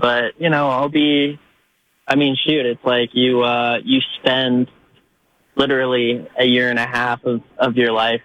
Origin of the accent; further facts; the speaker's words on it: California, United States; And I'm from the Bay originally, so, you know, there's ties there.